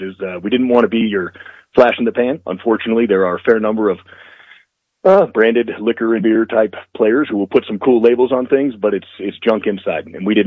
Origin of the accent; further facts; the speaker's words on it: United States; as a citizen, as an American, as a proud American